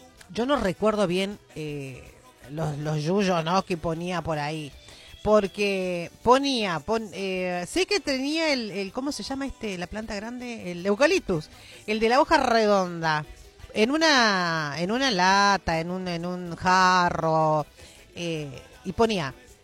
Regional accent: Córdoba, Argentina; Soy cordobesa

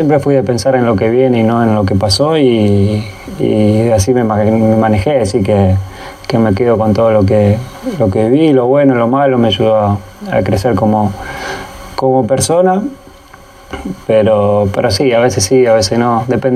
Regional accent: Argentina; Hablo como gente, como país, como argentino.

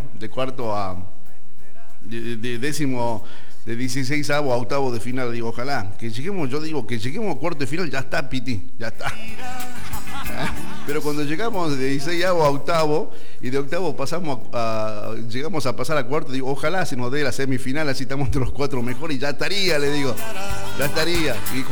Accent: Argentina; visto, como argentino, con garra, como somos nosotros.

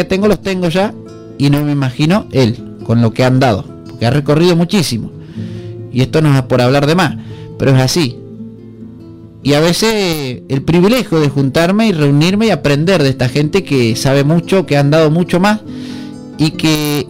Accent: San Manuel, Buenos Aires, Argentina; born there; Y estábamos en San Manuel, tenía 15 años yo.

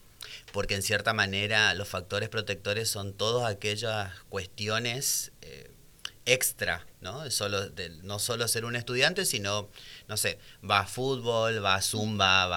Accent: Chaco, Argentina; now in Santa Fe, Argentina; yo soy de Chaco.

